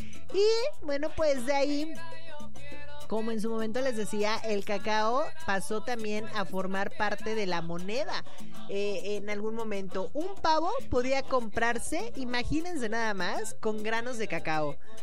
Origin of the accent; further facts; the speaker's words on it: Mexico; nosotros como mexicanos hasta en tamales metemos el chocolate.